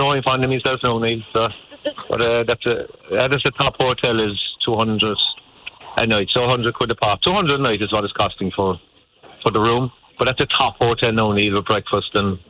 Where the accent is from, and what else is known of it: Cork, Munster, Ireland